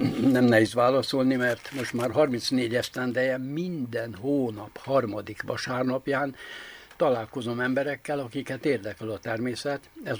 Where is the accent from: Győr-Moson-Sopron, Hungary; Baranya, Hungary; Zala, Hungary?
Baranya, Hungary; born or raised there